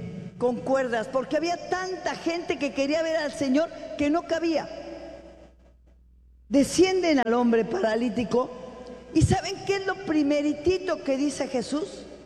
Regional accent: Mexico; en mi país? En mi México.

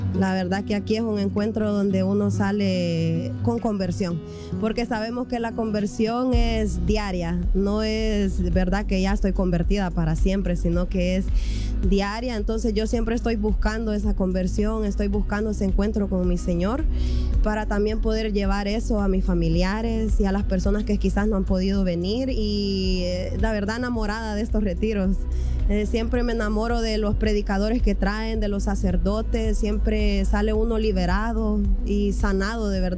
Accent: California, United States; vengo de Pandel, California, que está como casi a 2 horas de acá.

